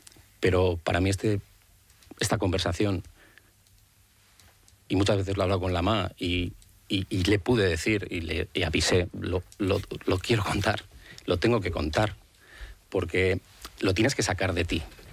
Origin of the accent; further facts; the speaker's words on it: Spain; Yo, evidentemente, espero el tiempo prudencial, como cualquier español, de cuando me vaya a tocar y poder hacerme la intervención.